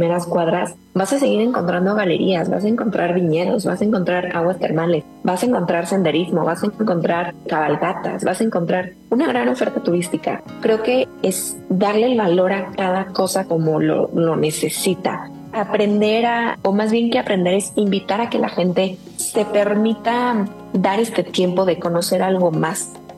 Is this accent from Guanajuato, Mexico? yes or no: yes; San Miguel de Allende, Guanajuato, Mexico; formen parte de este orgullo como sanmiguelenses, como mexicanos que somos